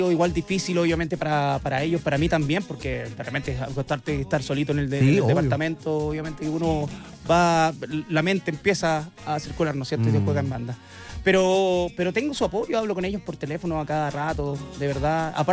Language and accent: Spanish; Antofagasta, Chile; born or raised there; moved away as an adult; now in Santiago, Chile